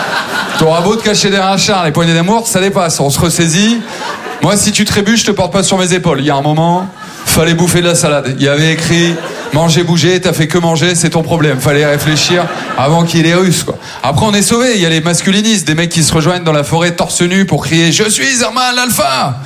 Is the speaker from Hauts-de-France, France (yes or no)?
yes; Maubeuge, Hauts-de-France, France; born or raised there